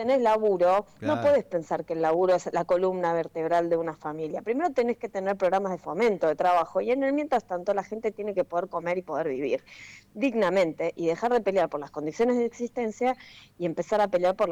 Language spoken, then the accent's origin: Spanish; Argentina; estamos atravesando como argentinos y argentinas